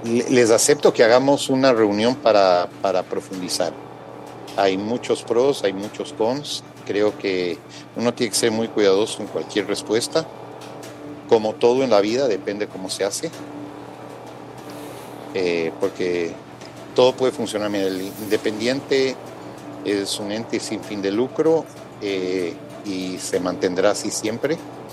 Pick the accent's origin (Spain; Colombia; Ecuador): Ecuador; como independiente y como ecuatoriano, como amante del fútbol